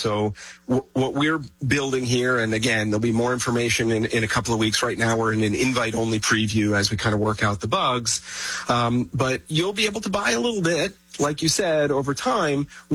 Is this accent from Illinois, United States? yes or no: no; Pennsylvania, United States; I grew up in Pennsylvania, right outside of Philadelphia, and I grew up in a very suburban area